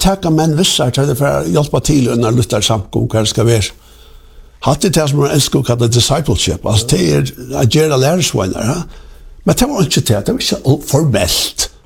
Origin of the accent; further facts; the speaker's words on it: Eastern Norway, Norway; Jeg er fra Østlands.